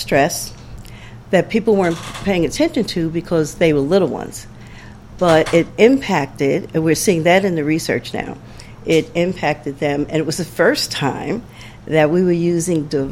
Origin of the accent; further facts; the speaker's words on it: New York, United States; also born or lived in Florida; I'm originally from New York. I returned there at the onset of the pandemic, which is the opposite of what everyone else did. I spent 20 years in Florida